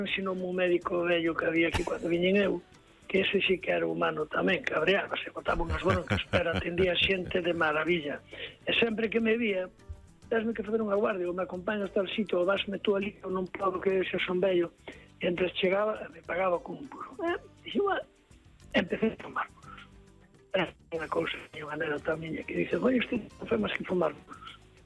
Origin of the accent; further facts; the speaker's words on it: Santiago de Compostela, Galicia, Spain; Bueno, criei-me ali. Eu criei-me no Carmen de Abaixo, o sea, que era de Galeras, en Santiago.